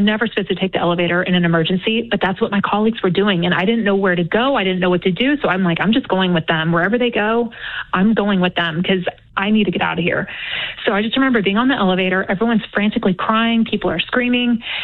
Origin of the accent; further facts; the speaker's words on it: Texas, United States; So I'm from Texas. You know, I was barely 23 years old.